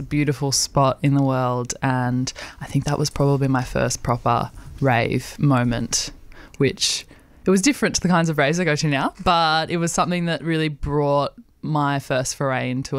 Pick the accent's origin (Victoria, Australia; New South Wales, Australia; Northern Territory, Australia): Northern Territory, Australia; Alice Springs; I grew up on Ardenna country in Alice Springs, and my family were heavily intertwined with CARMA, the Central Australian Aboriginal Media Association.